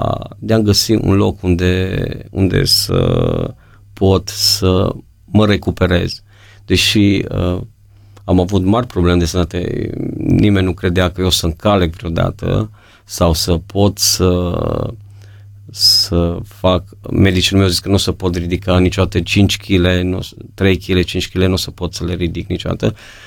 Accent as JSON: {"language": "Romanian", "town": "Mireșu Mare", "region": "Maramureș County", "country": "Romania", "tie": "born or raised there", "said": "Eu am crescut la Mireșul Mare"}